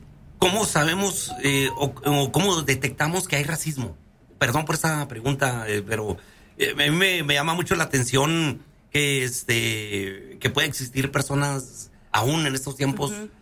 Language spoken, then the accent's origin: Spanish; Camargo, Mexico; Es como si vamos de Camargo al DF y voy con la tejana, pues no.